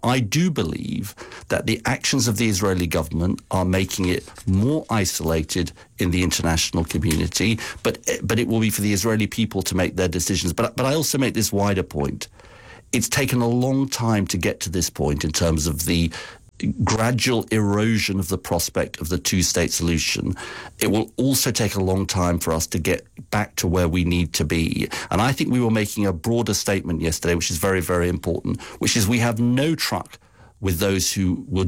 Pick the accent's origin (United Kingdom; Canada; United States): United Kingdom; Well, I speak, Justin, as a British Jew